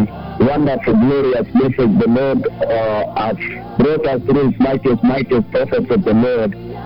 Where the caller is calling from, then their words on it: Maragua, Murang'a County, Kenya; I'm calling from Maraga in Murang'a.